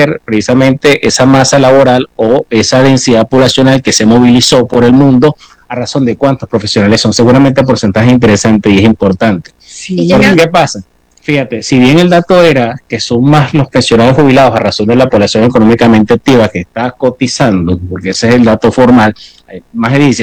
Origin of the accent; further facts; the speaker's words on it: Venezuela; moved away; yo soy venezolano, yo migré, pero mis hijos nacieron en este país, o sea, ¿cómo me voy?